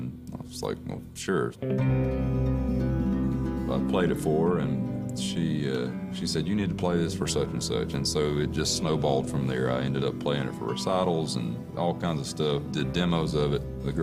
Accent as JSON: {"language": "English", "region": "South Carolina", "country": "United States", "tie": "born or raised there", "said": "Growing up in South Carolina"}